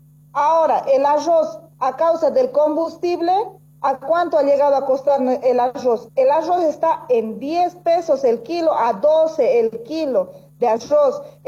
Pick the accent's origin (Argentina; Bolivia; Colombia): Bolivia; Tarija; somos mujeres chapacas bolivianas